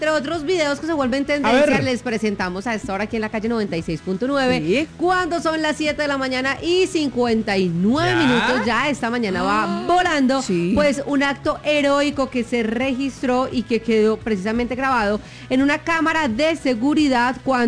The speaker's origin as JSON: {"language": "Spanish", "country": "Colombia"}